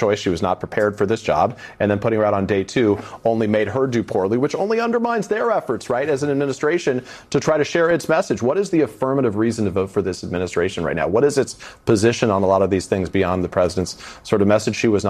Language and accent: English; United States; I think as an American